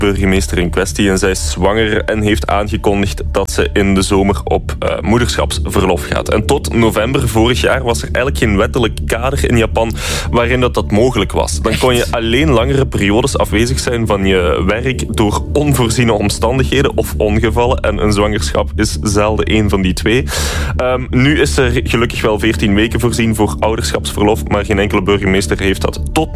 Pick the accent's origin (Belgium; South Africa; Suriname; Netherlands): Belgium; Limburg; Als Limburger klinkt dat verdacht herkenbaar.